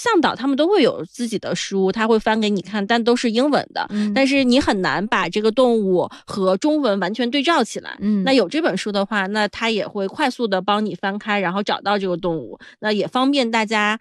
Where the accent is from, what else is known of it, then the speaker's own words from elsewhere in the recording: China; 我们中国人